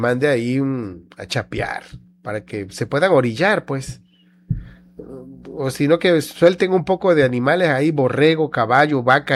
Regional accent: Tabasco, Mexico; estamos representando porque somos de Tabasco

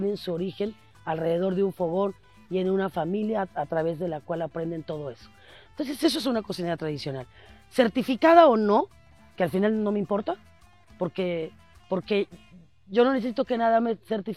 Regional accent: Mexico; te permite darte cuenta como mexicano que, porque a veces perdemos eso, perdemos la conciencia de que estamos en un gran país con una diversidad impresionante en todos los sentidos. Y a veces como mexicano nosotros no lo valoramos.

